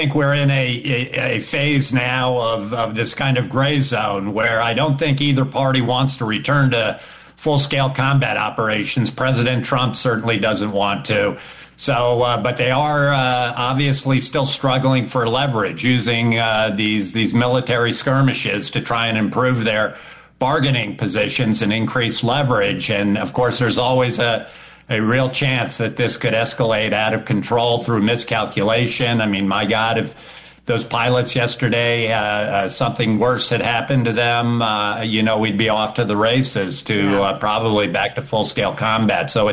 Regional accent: United States; Listen, I, as an American citizen

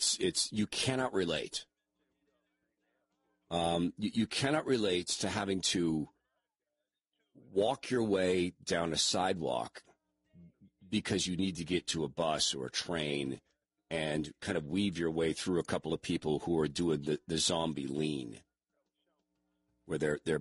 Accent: Spokane, Washington, United States; And I'm amazed at San Francisco and the wealth and the difference to where I grew up in Spokane, Washington.

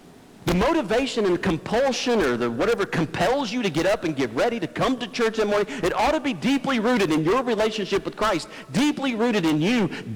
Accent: United States; I'm American.

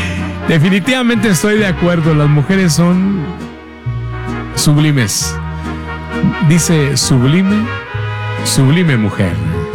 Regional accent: Monclova, Coahuila, Mexico; moved away; como dijeran en mi pueblo allá en Monclovita

